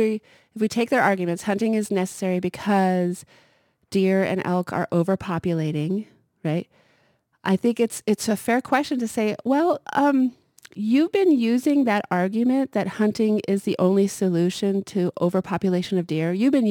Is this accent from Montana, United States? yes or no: yes; Missoula, Montana, United States; moved away; I grew up in Missoula and we, once in a while, you'd see a deer in town.